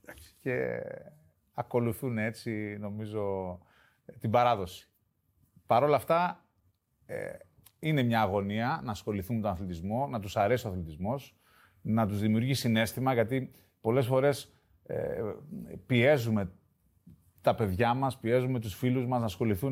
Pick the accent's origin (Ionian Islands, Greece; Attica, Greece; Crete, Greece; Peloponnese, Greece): Attica, Greece; Athens; born there; Γεννήθηκα στην Αθήνα.